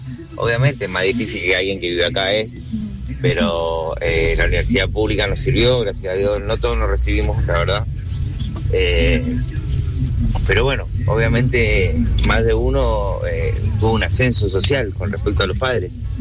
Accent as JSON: {"language": "Spanish", "town": "San Carlos", "region": "Mendoza", "country": "Argentina", "tie": "born or raised there", "moved": "yes", "said": "Yo soy de San Carlos, mi familia de San Carlos, de La Consulta, oriundos del sur."}